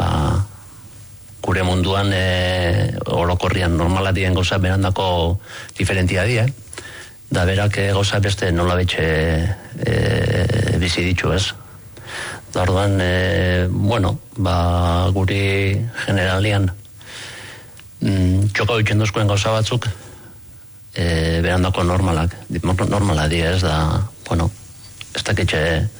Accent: Bergara, Basque Country, Spain; Bergaratik nator

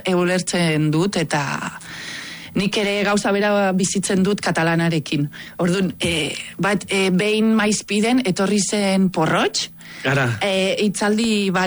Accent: Catalonia, Spain; first language Catalan; Basque is a second language; moved away as an adult; now in Basque Country, Spain

